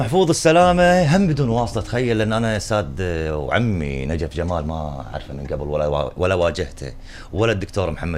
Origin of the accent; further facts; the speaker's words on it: Kuwait; احنا كخليجيين ترى احنا او احنا ككويتيين بالذات